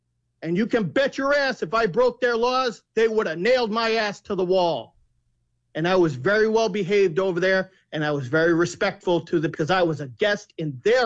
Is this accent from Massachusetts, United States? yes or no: yes; Cape Cod, Massachusetts, United States; I'm born and raised on Cape Cod.